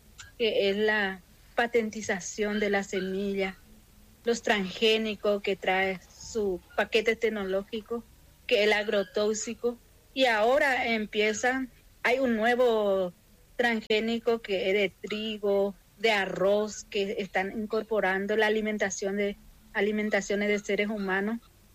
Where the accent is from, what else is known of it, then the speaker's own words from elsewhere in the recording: Paraguay; porque Paraguay habla mucho en guaraní, o sea que el 90% de la población hablamos en guaraní.